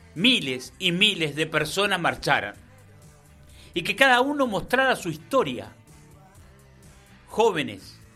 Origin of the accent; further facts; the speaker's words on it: Argentina; lo que tendríamos que hacer como argentino